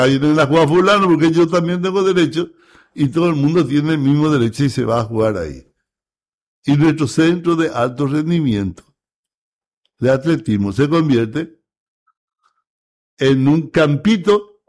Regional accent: Paraguay

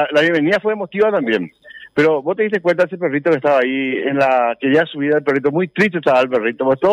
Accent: Paraguay; nuestra identidad como paraguayos

